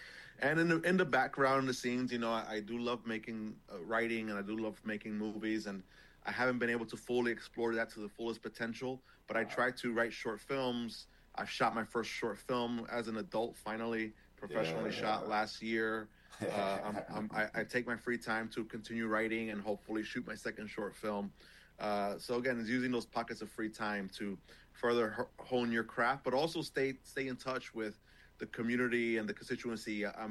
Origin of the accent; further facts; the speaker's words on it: New York City, New York, United States; So being able to walk into Harlem Week right now for the first time for me as a New Yorker